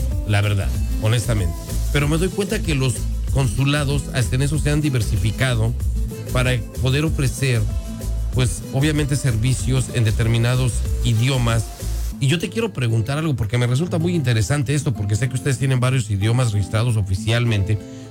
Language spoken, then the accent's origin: Spanish; Mexico; now in United States; Nosotros como mexicanos tenemos nuestros propios problemas